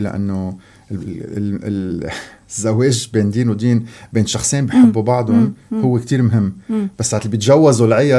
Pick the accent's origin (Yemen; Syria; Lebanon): Lebanon; ومش لأني أنا لبناني